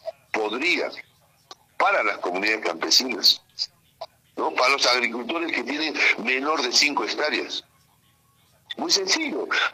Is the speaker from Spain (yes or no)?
no; Peru; nosotros somos los peruanos, nosotros somos los dueños.